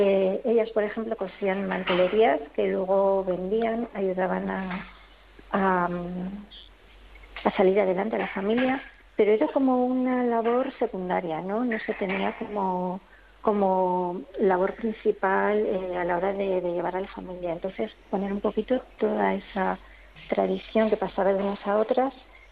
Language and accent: Spanish; Madrid, Community of Madrid, Spain; born there; now in Cáceres, Spain; Yo nací en Madrid, pero mi familia materna es de aquí de Cáceres, de Extremadura, vamos a un pueblito de Peraleda de la Mata.